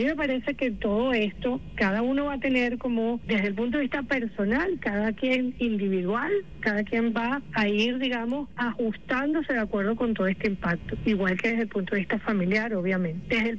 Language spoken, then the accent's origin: Spanish; Venezuela; lo que nos define como venezolanas y venezolanos